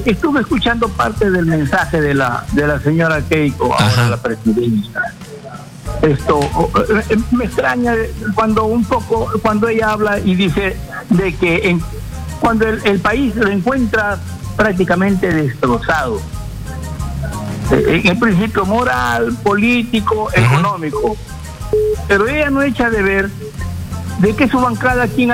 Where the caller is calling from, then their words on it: Chiclayo, Lambayeque, Peru; de Chiclayo, Megazo, de Chiclayo.